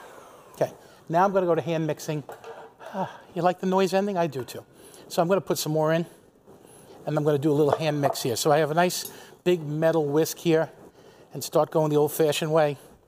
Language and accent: English; West Babylon, New York, United States; the community where I grew up in West Babylon was really a very Catholic community